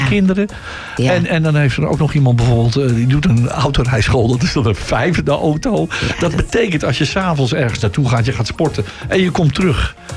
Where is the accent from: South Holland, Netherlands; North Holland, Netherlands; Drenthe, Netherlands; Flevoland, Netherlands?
North Holland, Netherlands; Haarlem; now in Assendelft, Netherlands; Ik ben wel een geboren getogen Haarlem. Ik kom uit Haarlem, vind nog steeds een prachtige stad.